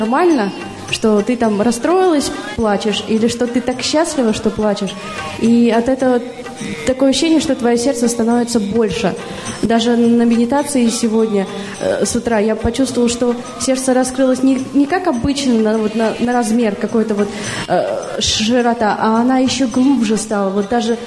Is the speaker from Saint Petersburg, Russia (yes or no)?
no; Bashkortostan, Russia; я из Башкирии.